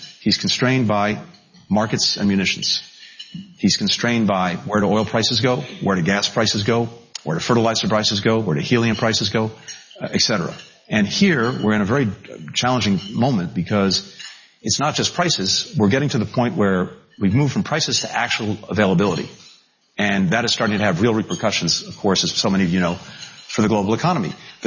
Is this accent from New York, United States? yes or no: yes; New York City, New York, United States; Always wonderful to be back to my hometown, New York City.